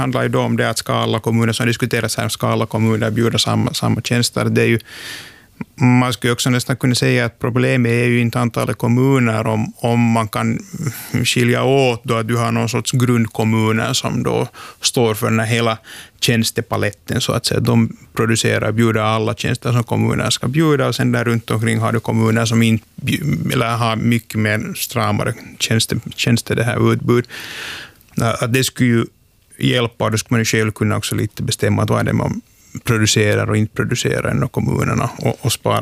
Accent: Pori, Satakunta, Finland; jag är själv från Björneborg, så den här tröskeln går ihop med Rauma

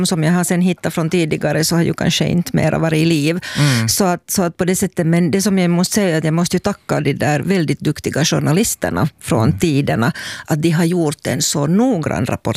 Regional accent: Finland; Men också ett bevis på det där att som finlandssvenskar, att om man gaddar ihop sig och vill någonting, så då kan man göra vad som helst.

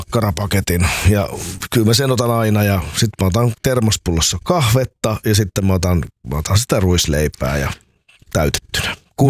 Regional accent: Helsinki, Uusimaa, Finland; also born or lived in Hamina; Kyllä mä Helsingistä lasken olevani.

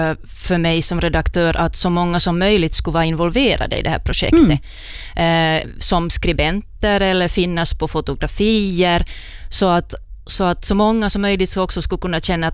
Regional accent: Ostrobothnia, Finland; Och som österbottning kan man tänka att nu, vad är nu min berättelse?

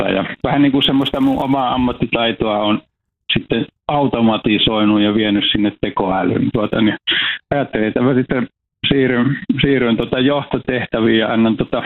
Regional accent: Iisalmi, North Savo, Finland; mä oon syntynyt siellä Iisalmen Peltosalmella ja mä oon ihan vauvana asunut samassa talossa.

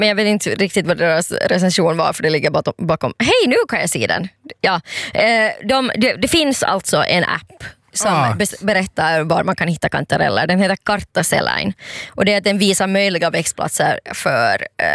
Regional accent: Pargas, Southwest Finland, Finland; jag är från Pargas.

